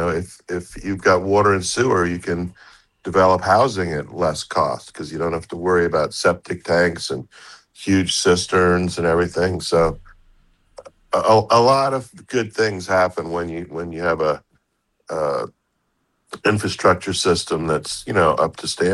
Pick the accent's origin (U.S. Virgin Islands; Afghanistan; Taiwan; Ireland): U.S. Virgin Islands; St. Thomas; I was born on St. Thomas and lived here most of my life.